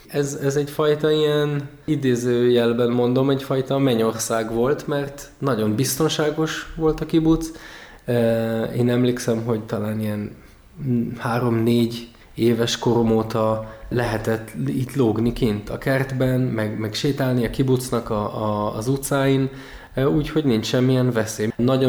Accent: a small kibbutz in the Jordan Valley, Northern District, Israel; now in Hungary; én egy nagyon ateista, materialista családból származok. Egy kis kibucban nőttem fel, a Jordán völgyben. Szerintem a világ legszebb helye, ez pont a Kineret, a Galilei tó alatt van.

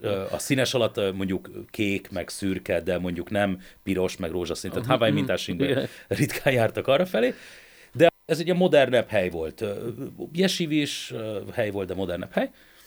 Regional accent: Budapest, Hungary; moved away; az Újlipótvárosban nőttem fel. Úgy mondanám, hogy hagyományos kommunizmusban felnővő magyar családban

